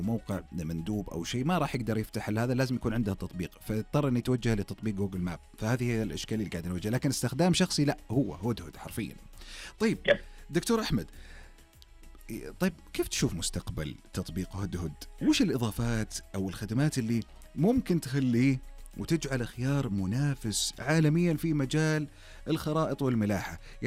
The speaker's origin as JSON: {"language": "Arabic", "country": "Saudi Arabia", "said": "عندنا في السعودية"}